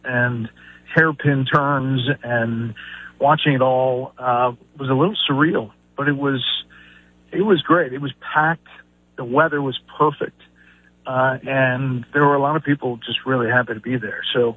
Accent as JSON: {"language": "English", "town": "Atlanta", "region": "Georgia", "country": "United States", "tie": "born or raised there", "said": "I grew up in Atlanta, so I was in Atlanta."}